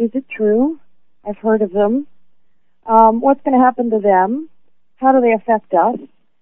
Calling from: Vancouver, British Columbia, Canada; This is … in Vancouver, British Columbia.

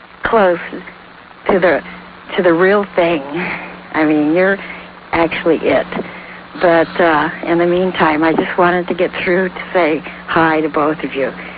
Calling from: San Diego, California, United States; from San Diego.

